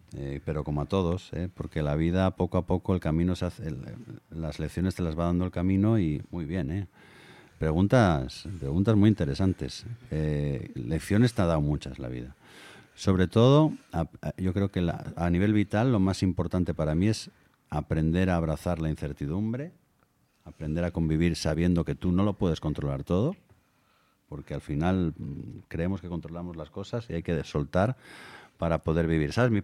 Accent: Asturias, Spain; somos asturianos

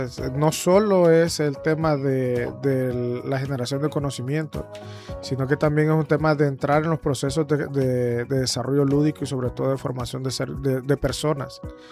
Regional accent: Honduras

